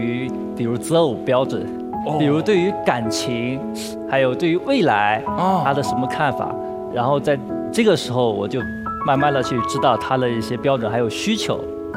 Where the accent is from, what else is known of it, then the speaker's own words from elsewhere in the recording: Henan, China; 我是一个河南的小县城长大的